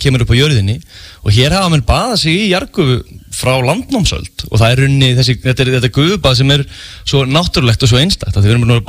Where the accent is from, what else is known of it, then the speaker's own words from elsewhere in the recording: Grímsstaðir, Northeastern Region, Iceland; Já, ég fæddur uppalinn á Grímsstöðum hérna í Mývasveit